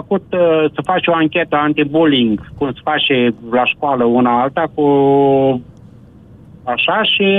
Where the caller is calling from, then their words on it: Darabani, Botoșani County, Romania; Sunt din Daraban, județul Botoșani.